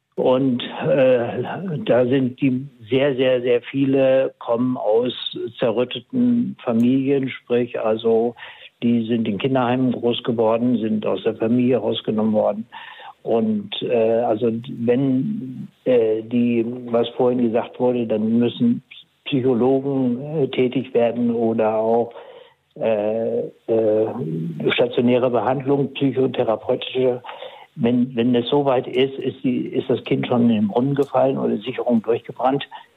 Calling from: Tönning, Schleswig-Holstein, Germany; aus Tönning in Schleswig-Holstein.

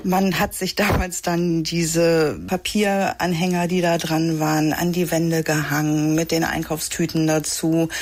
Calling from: Nienburg, Lower Saxony, Germany; ich komme aus Nienburg, bin Jahrgang 79

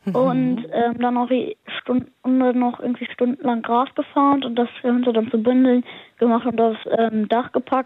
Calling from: Lüchow-Dannenberg district, Lower Saxony, Germany; Ich komme aus dem Landkreis Lüchow-Dannenberg und wohne im Dorf Marmäuse. Das kennt, glaube ich, niemand.

